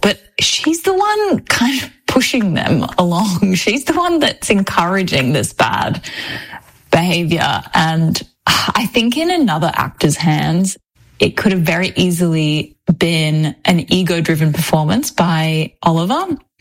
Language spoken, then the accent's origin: English; Australia; accent: Australian; You know, if it was, like, my Australian accent, they'd be like, lock her up, you know?